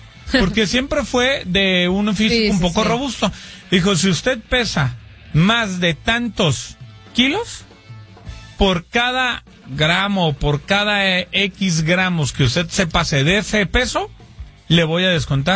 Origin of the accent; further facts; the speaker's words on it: Mexico; now in United States; yo soy mexicano, pero yo prefiero todas las actividades y las ligas americanas, porque acá nos han recibido de una extraordinaria manera.